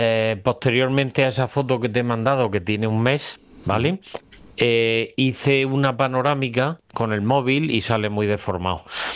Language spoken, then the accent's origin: Spanish; Murcia, Region of Murcia, Spain; born there; Yo hice la foto desde el edificio donde yo nací, que yo nací en la Ronda de Garay.